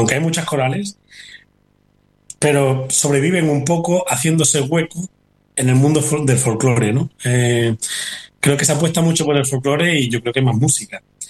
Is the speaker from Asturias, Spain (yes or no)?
no; Córdoba, Andalusia, Spain; now in Arrecife, Spain; la Catedral de Córdoba, que es mi tierra